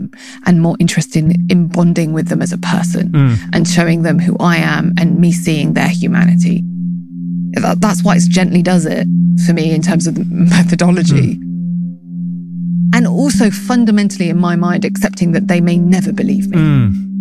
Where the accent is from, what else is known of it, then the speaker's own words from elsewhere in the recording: United Kingdom; And I'm not mixed race, but I'm mixed heritage. So I'm a British Arab, right?